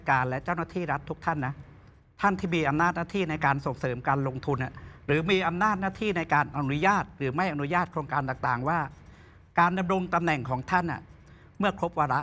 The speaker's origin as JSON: {"language": "Thai", "region": "Kanchanaburi", "country": "Thailand", "tie": "born or raised there", "said": "พวกเราเนี่ยเกิดโตที่นี่ลูกหลานเราก็ต้องใช้ชีวิตอยู่ที่นี่เรายังต้องใช้ทรัพยากรของจังหวัดกาญจนบุรี"}